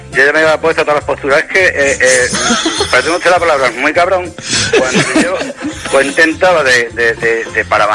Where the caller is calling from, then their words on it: Algeciras, Andalusia, Spain; yo llamo de Algeciras.